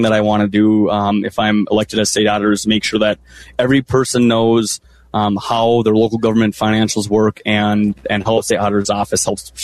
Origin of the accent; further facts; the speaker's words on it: Duluth, Minnesota, United States; So I'm an accountant from Duluth. I was the youngest city councilor ever elected in Duluth's history.